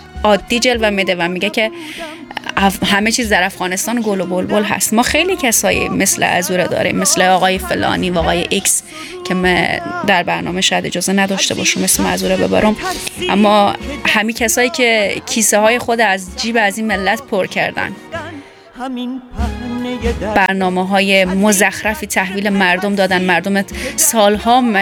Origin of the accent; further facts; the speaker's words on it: Iran; born there; من حالا به نوعی چون در ایران متولد شدم، ادبیات بسیار غنی فارسی ایران رو دارم